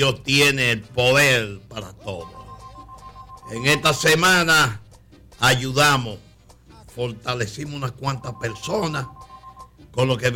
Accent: Mao, Valverde, Dominican Republic; Porque Jean-Philippe es una compañía constructora de mi pueblo. Mao

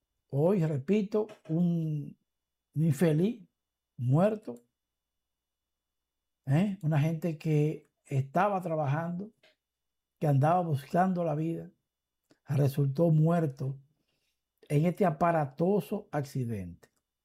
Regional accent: Dominican Republic

